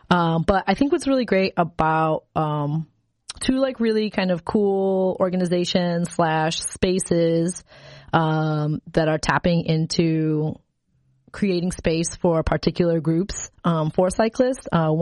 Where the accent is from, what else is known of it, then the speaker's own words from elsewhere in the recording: Chicago, Illinois, United States; also born or lived in Indiana; we had moved from the city. Like I grew up in Chicago and we had moved to a very rural town in Indiana.